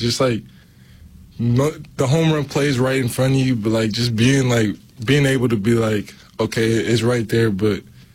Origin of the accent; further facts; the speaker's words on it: Las Vegas, Nevada, United States; Yeah, born and raised in Vegas, yeah. I grew up around, like, sports.